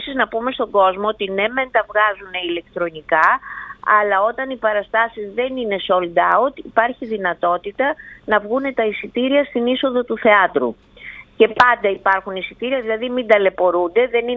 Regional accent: Kissos, Thessaly, Greece; το χωριό μου, Κισός, στο Πύλιο.

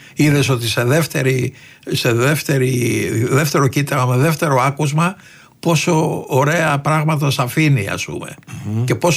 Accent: Greece; Γιατί εκτός του ότι είμαι Έλληνας

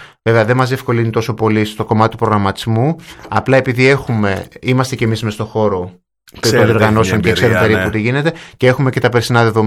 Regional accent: Mani, Peloponnese, Greece; Γιατί εμείς ως Μανιάτες δεν είμαστε εξωστρεφείς άνθρωποι.

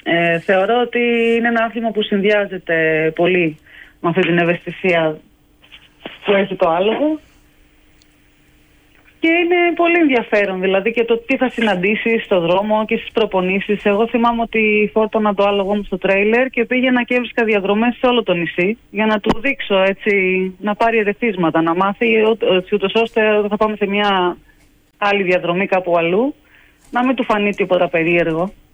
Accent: Corfu, Ionian Islands, Greece; Εμένα μου άρεσε από πάντα το νησί μου.

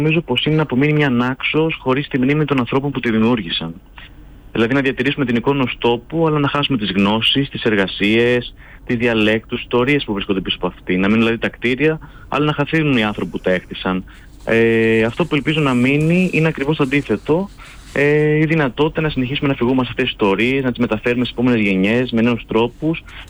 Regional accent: Danakos, South Aegean, Greece; εγώ έχω καταγωγή από την Νάξο, από το Δανακό συγκεκριμένα το χωριό, οπότε πέρασα τα περισσότερα παιδικά μου χρόνια εδώ

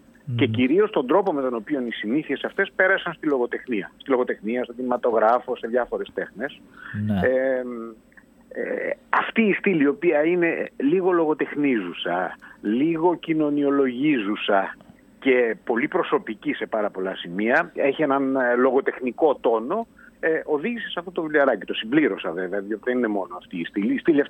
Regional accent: Peloponnese, Greece; now in Thessaloniki, Greece; Εγώ τι να πω, ας πούμε ότι είμαι ένας ημιεγγράμματος από τη Μάνη.

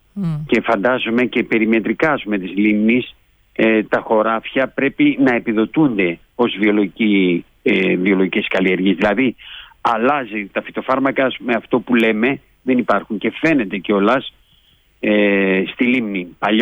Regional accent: Thessaloniki, Central Macedonia, Greece; moved away as an adult; δεν μεγάλωσα εδώ, μεγάλωσα στη Θεσσαλονίκη, είμαι από εδώ όμως.

